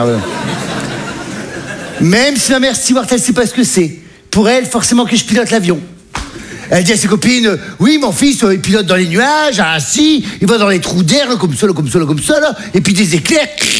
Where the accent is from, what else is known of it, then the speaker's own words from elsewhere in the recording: Hauts-de-France, France; Et je viens d'une bonne famille du Nord avec une maman qui fait ma taille, 130 kilos